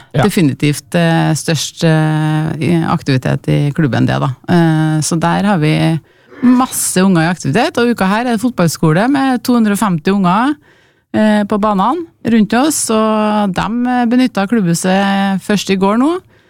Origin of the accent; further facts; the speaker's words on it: Malvik, Trøndelag, Norway; Jeg bor der selv, født og oppvokst på Vikhammeråsen